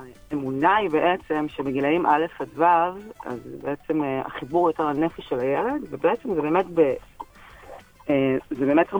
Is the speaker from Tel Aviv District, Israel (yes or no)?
yes; Tel Aviv, Tel Aviv District, Israel; moved away as an adult; now in Jerusalem, Israel; תל אביבית במקור לגמרי